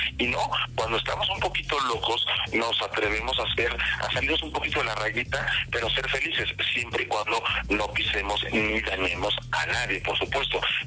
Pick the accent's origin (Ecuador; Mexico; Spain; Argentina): Mexico